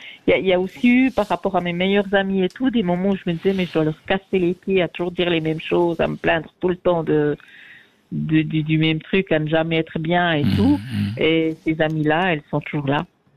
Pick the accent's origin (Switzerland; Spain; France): Switzerland; moved away; quand je suis partie de Suisse il y a 3 ans, je me suis demandé justement certaines amitiés.